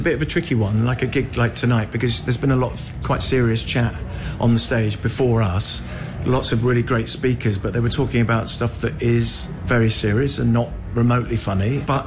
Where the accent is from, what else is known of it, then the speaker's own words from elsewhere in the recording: Aldershot, South East England, United Kingdom; But I grew up in a military town. I was born in Aldershot, so that's as close as I get to being part of any kind of military culture.